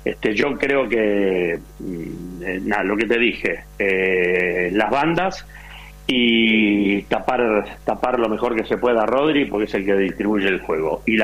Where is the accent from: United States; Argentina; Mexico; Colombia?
Argentina